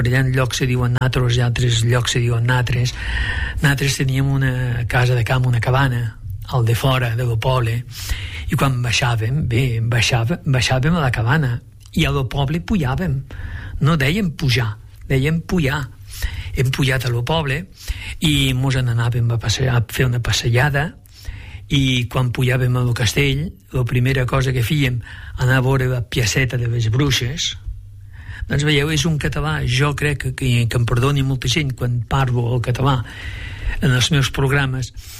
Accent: Aragon, Spain; moved away; m'he criat a la Franja de Ponent, en aquestes terres formidables en què el català el volien proscriure.

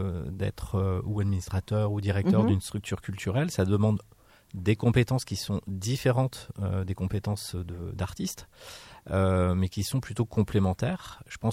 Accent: Bressuire, Nouvelle-Aquitaine, France; moved away; also born or lived in Poitiers / Vernouillet / Cherbourg / Perpignan; Alors moi, je suis né à Poitiers. Mais j'ai grandi, je suis juste né à Poitiers, j'ai grandi dans une petite ville des Deux-Sèvres qui s'appelle Bressuire.

